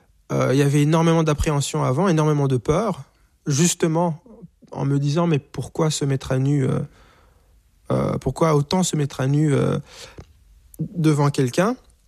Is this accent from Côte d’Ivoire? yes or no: no; Rwanda; on me disait « Tu viens d'où ?» Ben, je suis d'origine rwandaise.